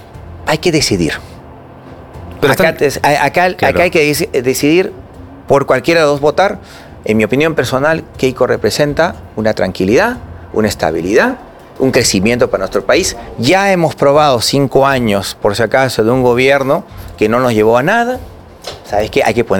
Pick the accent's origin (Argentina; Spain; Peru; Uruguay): Peru; Eso nos ha hecho mucho daño como peruanos.